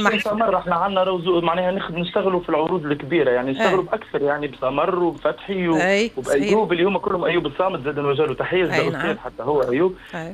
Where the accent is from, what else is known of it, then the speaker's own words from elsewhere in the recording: Tunisia; أنا شاب تونسي